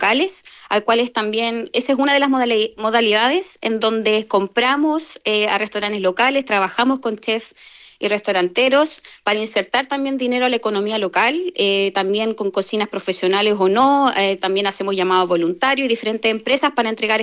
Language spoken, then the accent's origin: Spanish; Chile; Es súper importante que hoy en día nos encontremos como chilenos, como familias también